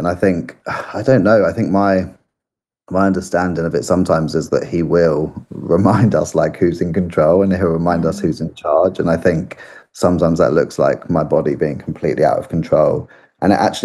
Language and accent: English; United Kingdom; as a British cultured people